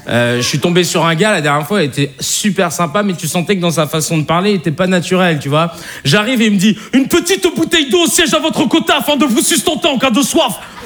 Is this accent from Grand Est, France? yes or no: no; Paris, Île-de-France, France; j'ai grandi à Paris dans le 19e, et ensuite j'ai déménagé dans une ville qui s'appelle Arcueil, au sud de Paris.